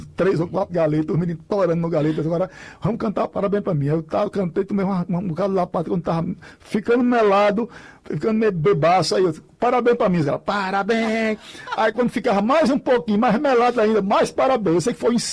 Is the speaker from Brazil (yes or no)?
yes; Floresta do Navio, Pernambuco, Brazil; born there; now in Tacaratu, Brazil; Eu nasci em Floresta do Navio. Floresta do Navio. E fui adotado por Tacaratu, que é a cidade do meu coração, a cidade que eu amo muito, Tacaratu. E moro em Tacaratu praticamente.